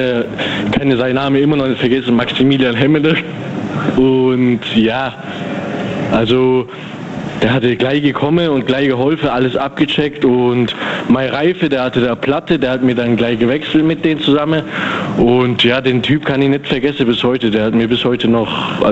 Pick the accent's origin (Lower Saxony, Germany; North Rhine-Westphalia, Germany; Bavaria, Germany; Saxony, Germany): Bavaria, Germany; Memmingen; Ich bin aus Memmingen.